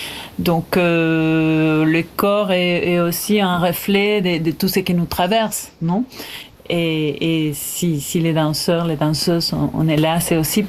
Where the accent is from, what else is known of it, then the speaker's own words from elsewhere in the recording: Entre Ríos, Argentina; French is a second language; moved away as an adult; also born or lived in Córdoba; Ben oui, je peux dire que je suis née à Cordoba. Après, j'ai grandi plus en Entre Ríos, justement du côté de l'Uruguay